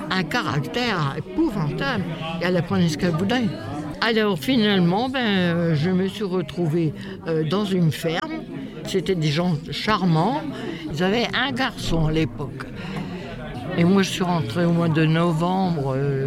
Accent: Lévignan, Hauts-de-France, France; born or raised there; now in Crépy-en-Valois, France

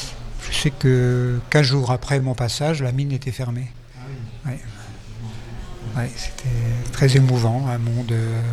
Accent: Centre-Val de Loire, France; moved away as an adult; also born or lived in Paris; je viens du Loiret, de la campagne, et puis je suis monté à Paris faire du cinéma

